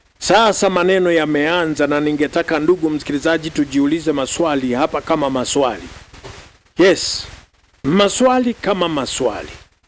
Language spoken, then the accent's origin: Swahili; Kenya; Hata sisi wa Kenya tujihadhari.